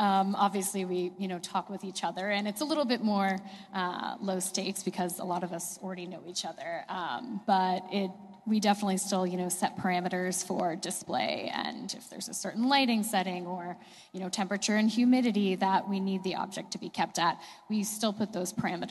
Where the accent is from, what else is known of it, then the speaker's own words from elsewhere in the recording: Massachusetts, United States; moved away as an adult; also born or lived in New Jersey; now in Washington, D.C., United States; where I grew up in Massachusetts